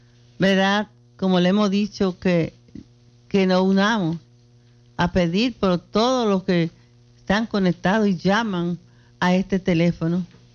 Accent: Dominican Republic

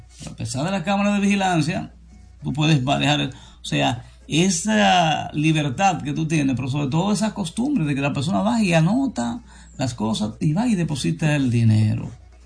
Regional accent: Dominican Republic

